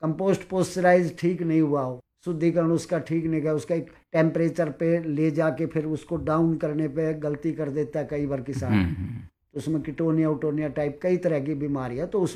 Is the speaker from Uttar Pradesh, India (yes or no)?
no; Delhi, India; मैं तो दिल्ली का ही रहने वाला हूँ